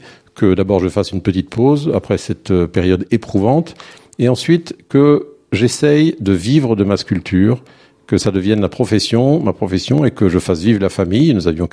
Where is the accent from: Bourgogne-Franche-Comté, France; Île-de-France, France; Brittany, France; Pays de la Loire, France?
Brittany, France; Rennes; j'étais encore lycéen à Rennes, où je suis né à Rennes en Bretagne.